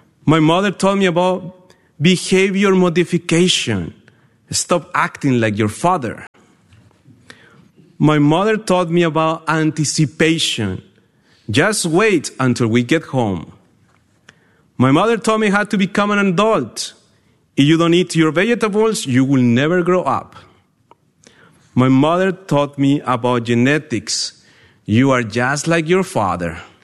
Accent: Mexico; moved away; because I'm from Mexico

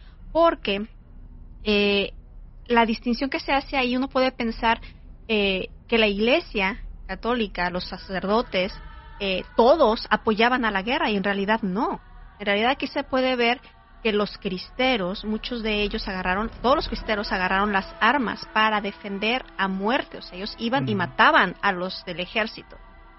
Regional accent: Jalisco, Mexico; moved away; yo que crecí por ahí, por los Altos de Jalisco

